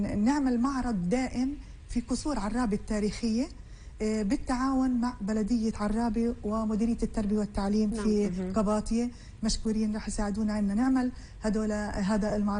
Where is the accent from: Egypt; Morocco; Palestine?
Palestine; حطينا فيهم تراثنا الفلسطيني بكل أشكاله